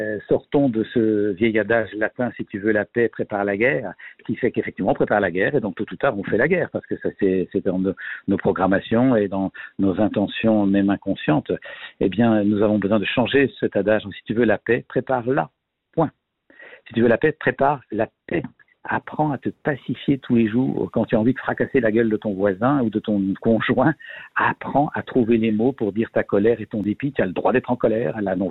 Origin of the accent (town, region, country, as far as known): Belgium